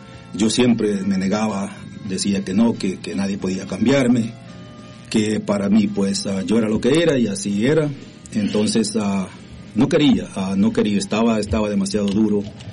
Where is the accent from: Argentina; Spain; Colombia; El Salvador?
El Salvador; Soy salvadoreño. Mi padre murió a los 9 años, lo mataron.